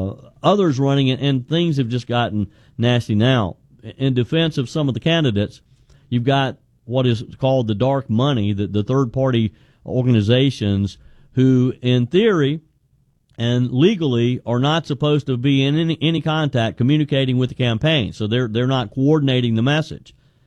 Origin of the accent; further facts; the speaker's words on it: South Carolina, United States; Mario is in my home state of South Carolina.